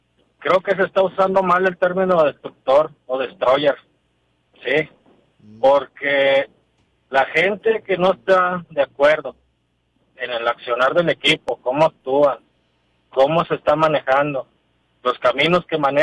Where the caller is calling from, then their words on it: Monterrey, Nuevo León, Mexico; Yo soy de aquí, de Monterrey.